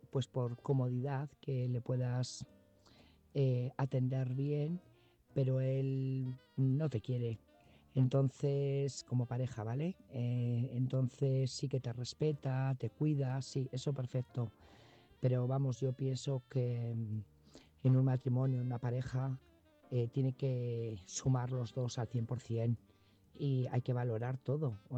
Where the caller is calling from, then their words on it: Burgos, Castile and León, Spain; Buenas noches … corresponsal de Burgos